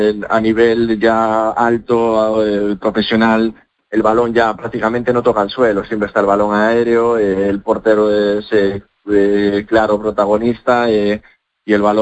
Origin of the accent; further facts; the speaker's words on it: Galicia, Spain; now in Córdoba, Spain; hay mucho gallego, yo soy de Galicia y me traigo mucho chico gallego de aquí también